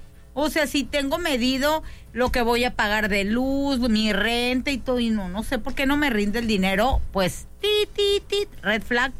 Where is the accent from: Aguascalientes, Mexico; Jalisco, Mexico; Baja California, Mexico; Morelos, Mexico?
Baja California, Mexico; Mexicali; pero pues soy de Mexicali, vivo muy a gusto aquí, no tengo pensado irme a vivir a Alaska ni a ningún otro lugar.